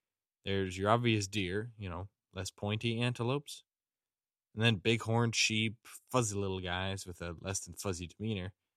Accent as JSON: {"language": "English", "region": "British Columbia", "country": "Canada", "tie": "born or raised there", "said": "I'm from the Lower Mainland. How about you? I was born and raised down here, so I've spent roughly 103% of my life absolutely drenched from the rain."}